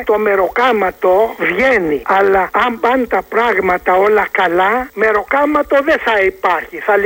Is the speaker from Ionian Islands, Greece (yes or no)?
yes; Ionian Islands, Greece; Η Βόρεια Κέρκυρα ήταν αυτή.